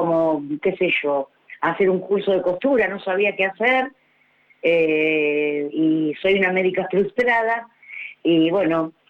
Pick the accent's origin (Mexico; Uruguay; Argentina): Argentina; Buenos Aires; nací en Villa Urquiza, viví... cerca de la plaza, 30 años, y otros 30 y pico, unas cuadras más. Sí, siempre viví en Villa Urquiza.